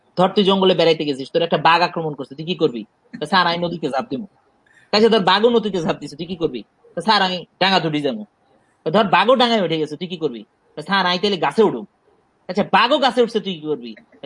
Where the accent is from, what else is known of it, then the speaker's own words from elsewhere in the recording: Dhaka, Dhaka Division, Bangladesh; আমি আসলে ঢাকাতেই বড় হয়েছি এবং আমার আমার জীবন যাপন, আমার চিন্তা ভাবনা, আমার কথাবার্তা, আমার জোক, আমার লেখালেখি সব জায়গায় আসলে ঢাকাটাই বেশি। আমি ঢাকার এই যানজট, যান্ত্রিকতা এগুলোর মধ্যেই বড় হয়েছি, বাট আই লাভ লক্ষ্মীপুর আর কি।